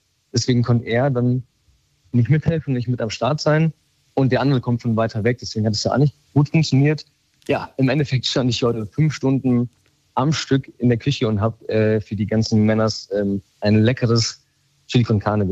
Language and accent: German; Giessen, Hesse, Germany; Ich komme hier aus Gießen